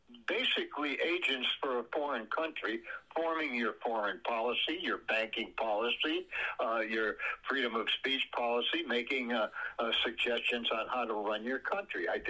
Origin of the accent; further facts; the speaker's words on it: United States; I'm not an Israeli. I'm an American.